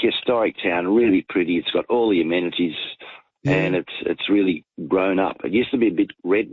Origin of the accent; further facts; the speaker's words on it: Yass, New South Wales, Australia; moved away; I grew up in Yass, younger years till I was about 18.